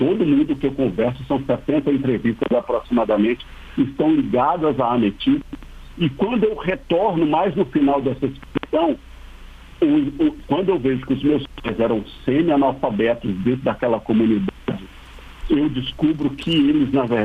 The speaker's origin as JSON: {"language": "Portuguese", "country": "Brazil", "tie": "born there", "moved": "yes", "said": "como todo brasileiro que é do interior e que às vezes tem que fazer a vida, você tem que emigrar, né?"}